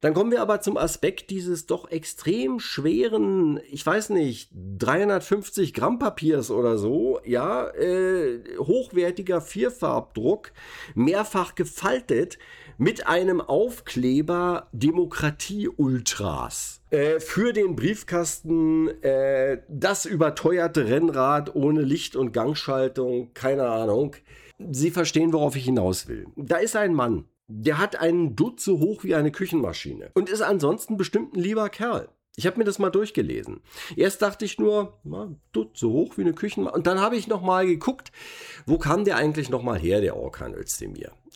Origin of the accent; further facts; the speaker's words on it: Berlin, Germany; ich bin gebürtiger Berliner und 60 Jahre alt.